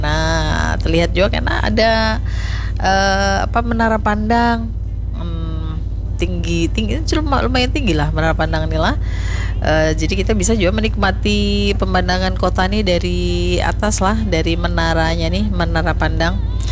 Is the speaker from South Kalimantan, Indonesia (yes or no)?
yes; South Kalimantan, Indonesia; Nah ini apalagi zaman dulu lah menjadi urat nadi kehidupan masyarakat kita Banjar.